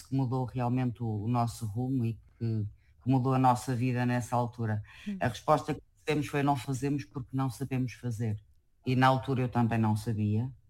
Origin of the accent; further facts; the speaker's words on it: Portugal; Isto foi especialmente marcante para mim como portuguesa